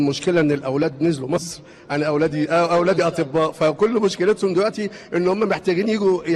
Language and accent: Arabic; Kuwait; نحن من عشنا وتربينا وربينا أولادنا في الكويت